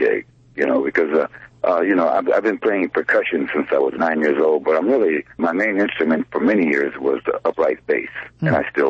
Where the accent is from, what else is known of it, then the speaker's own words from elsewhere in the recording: Monrovia, California, United States; I grew up in Monrovia, California. It's in Los Angeles County. And I grew up there up until probably around my 20 years.